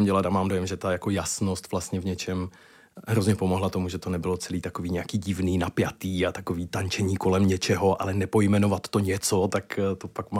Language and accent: Czech; Zlín Region, Czechia; A já jsem kluk z Valašska